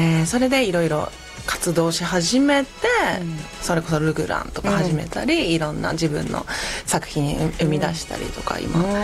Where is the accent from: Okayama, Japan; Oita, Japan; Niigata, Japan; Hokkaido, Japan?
Hokkaido, Japan; Sapporo; now in Tokyo, Japan; よかったです、はい、で私も札幌出身なんですよ、